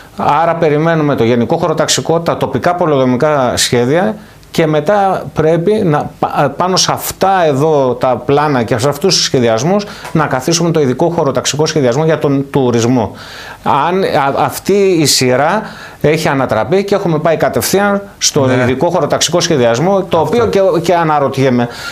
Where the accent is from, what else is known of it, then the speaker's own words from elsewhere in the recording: Rhodes, South Aegean, Greece; Σαν Ροδίτης